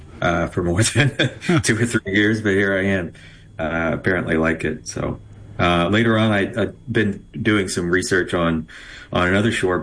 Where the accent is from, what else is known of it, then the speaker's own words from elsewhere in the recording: Clear Lake, Texas, United States; also born or lived in England; I was actually born in England. I'm English by birth. I was born on the south coast near Brighton. And I migrated here while I was quite young. My family had moved here, and I grew up near Clear Lake, basically between Houston and Galveston area.